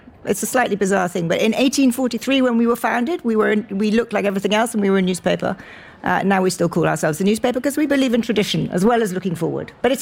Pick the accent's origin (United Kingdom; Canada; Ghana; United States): United Kingdom; West Midlands; I came from South Shropshire where I grew up.